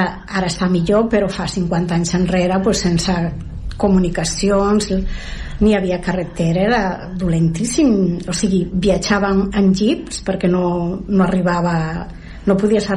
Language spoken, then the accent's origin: Catalan; Castile and León, Spain; moved away; Era una població de Galícia, però les gestions i tots, com... en el carnet figura que som de León, però estem a la Franja, diguem. Aquest poble està entre León, entre Orense i Lugo, que ja són poblacions, bueno, gallegues.